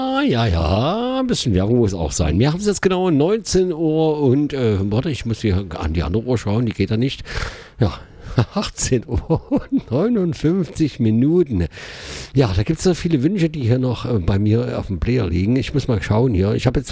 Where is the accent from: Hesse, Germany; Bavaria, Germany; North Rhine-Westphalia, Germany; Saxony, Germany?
Saxony, Germany; Meissen; born there; Du bist 60. Ah, am 15.06.1966 geboren in Meißen. In der Weltstadt Meißen.